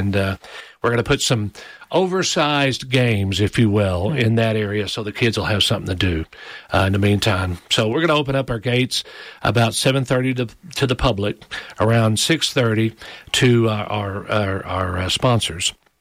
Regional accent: Paragould, Arkansas, United States; born or raised there

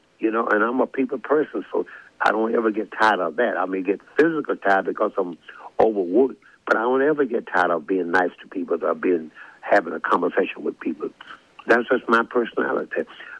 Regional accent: Arkansas, United States; it makes me feel good to be back in my home state. Now we have the Pine Bluff. I want them to hear me. Everybody from Pine Bluff, Little Rocks, Hot Spring, and all around England, Arkansas, everybody all over the state

